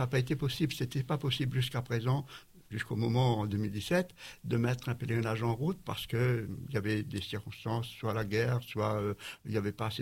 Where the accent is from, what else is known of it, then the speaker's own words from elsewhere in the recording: Réunion, France; Je suis réunionnais.